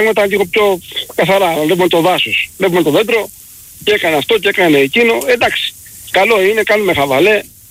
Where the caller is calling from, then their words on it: Central Greece, Greece; είμαι από Εύβοια.